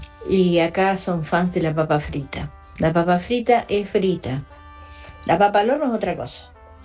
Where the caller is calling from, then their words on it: San Miguel, Buenos Aires Province, Argentina; de San Miguel.